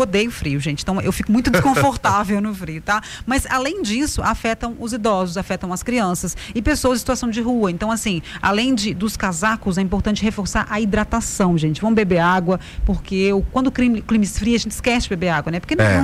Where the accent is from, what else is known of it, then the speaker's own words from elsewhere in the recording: Patrocínio, Minas Gerais, Brazil; Patrocínio, gente, minha cidade natal.